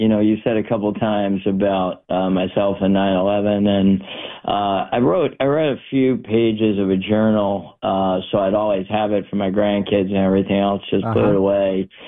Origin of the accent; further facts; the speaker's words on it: Brooklyn, New York, United States; I grew up in a multi-generational immigrant household. You know, my grandfather.